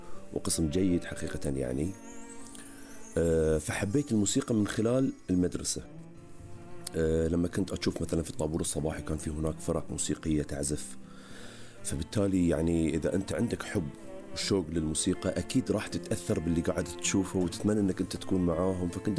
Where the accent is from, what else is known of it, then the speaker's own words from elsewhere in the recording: Riffa, Southern Governorate, Bahrain; also born or lived in Muharraq / Manama; أنا من المنامة ومن مواليد المحرق. نعم. وعشت طفولتي في الرفاع.